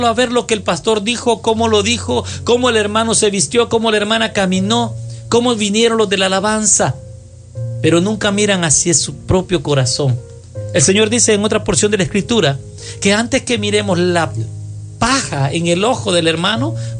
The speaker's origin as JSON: {"language": "Spanish", "country": "El Salvador", "tie": "born there", "moved": "yes", "said": "En El Salvador, soy salvadoreño de nacimiento."}